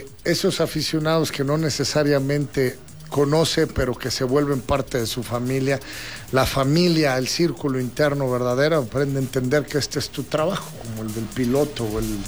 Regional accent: San Luis Potosí, Mexico; moved away; also born or lived in Mexico City; Soy de San Luis Capital, pero sí, o sea, voy para allá cada vez que se puede. La familia está allá, somos muy pocos los que salimos de San Luis y empezamos esta carrera o esta aventura del deporte en la Ciudad de México

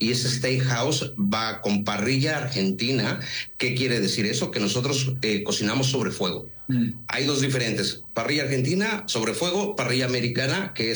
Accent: Mexico; now in Mérida, Mexico

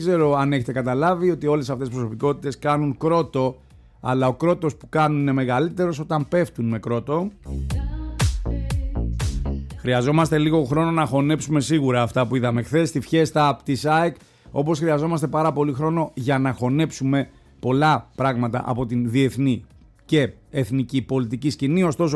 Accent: Greece

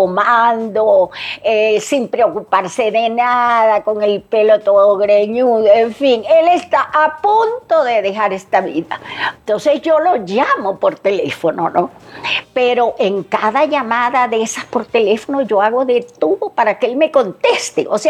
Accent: Venezuela; now in Mexico; Y que terminó en mi país. Terminó en Venezuela

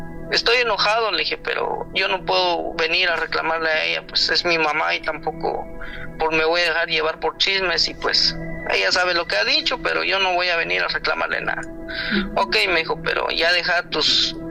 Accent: Guatemala; now in United States; Sí, yo soy de Guatemala, ella allá en el pueblo.

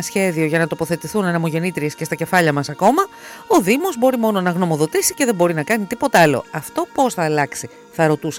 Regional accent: Platanos, Peloponnese, Greece; κατάγομαι από τον Πλάτανο Κινουρίας.

